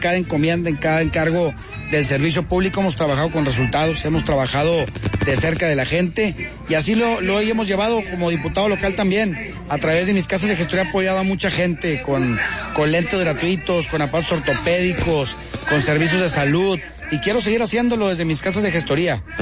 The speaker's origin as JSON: {"language": "Spanish", "town": "Piedras Negras", "region": "Coahuila", "country": "Mexico", "said": "Soy de aquí de Piedras Negras, aquí he construido mi vida en el servicio público."}